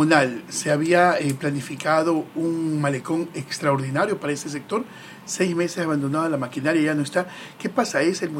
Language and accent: Spanish; Guayaquil, Guayas, Ecuador; tenemos muchas dudas como guayaquileños.